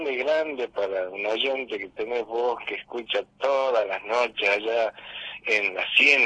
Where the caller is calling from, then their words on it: San Salvador de Jujuy, Jujuy, Argentina; Nosotros somos de San Salvador.